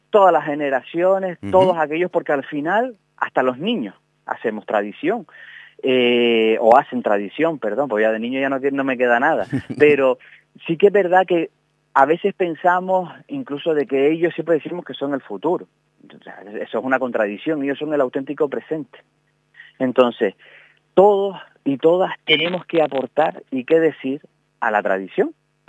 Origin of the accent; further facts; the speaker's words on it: Canary Islands, Spain; ¿Entonces nuestros abuelos no son canarios? ¿O nosotros somos más canarios que ellos?